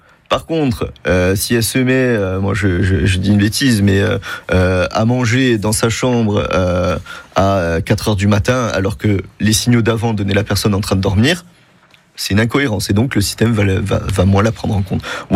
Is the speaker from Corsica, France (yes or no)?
yes; Corsica, France